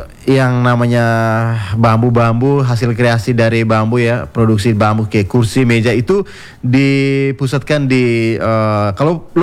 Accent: Bajawa, East Nusa Tenggara, Indonesia; saya juga asli orang Bejawa

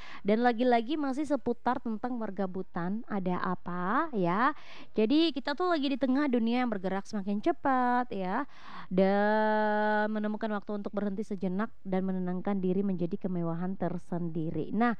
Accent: Atambua, East Nusa Tenggara, Indonesia; Saya orang Atambua guys ya, sama kayak kamu.

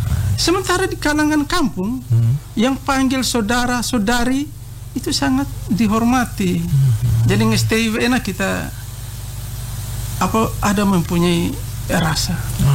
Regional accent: East Nusa Tenggara, Indonesia; Tapi kita mencintai budaya kita sehingga kita mempunyai jati diri kita sebagai orang Ende Lio.

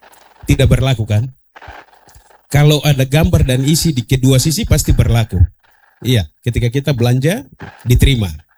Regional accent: Papua, Indonesia; Ketika orang bilang hitam kulit, keriting rambut, ini saya Papua.

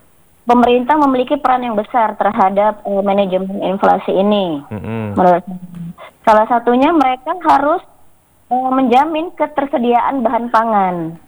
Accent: Aceh, Indonesia

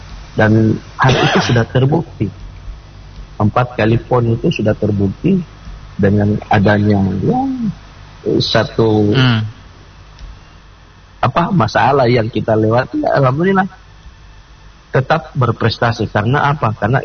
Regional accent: Gorontalo, Indonesia; Saya sampaikan, saya orang Gorontalo.

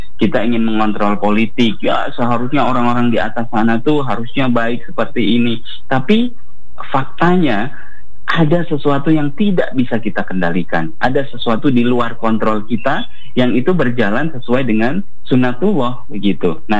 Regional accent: Kediri, East Java, Indonesia; Kita orang Kediri belum tentu meninggal di Kediri.

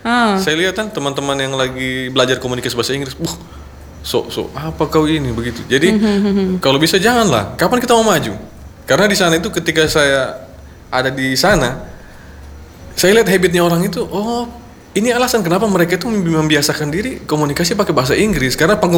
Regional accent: Palu, Central Sulawesi, Indonesia; kita sebagai orang Palu

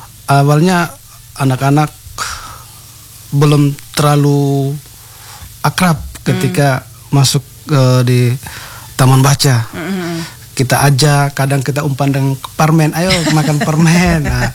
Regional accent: East Nusa Tenggara, Indonesia; saya sebagai putra asli dari kampung Dutupau

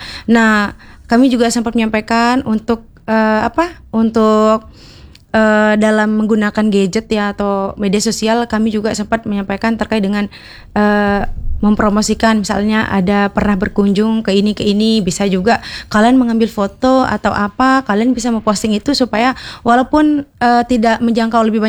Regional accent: West Nusa Tenggara, Indonesia; Walaupun memang kita ini orang KLU ya, anak-anak KLU.

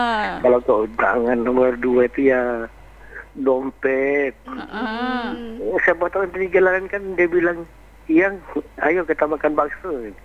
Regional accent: Surakarta, Central Java, Indonesia; Aku orang Solo.

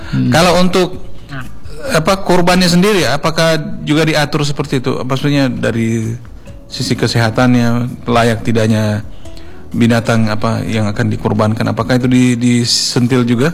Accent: Lolu, Central Sulawesi, Indonesia; khususnya kita Tokaili di, karena saya besar lah tumbuh di Lolu ini, kampung Lolu.

